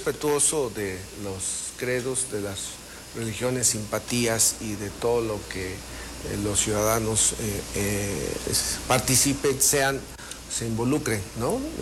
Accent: Michoacán, Mexico; somos michoacanos y mexicanos.

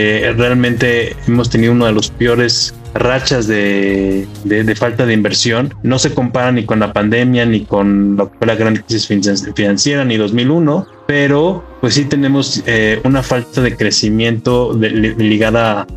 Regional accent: Mexico

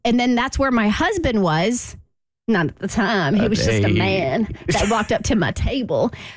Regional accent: Kentucky, United States; We're from Kentucky.

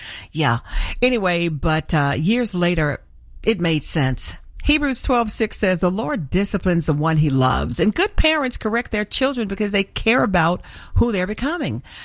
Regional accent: Heath, Arkansas, United States; I remember growing up in Arkansas

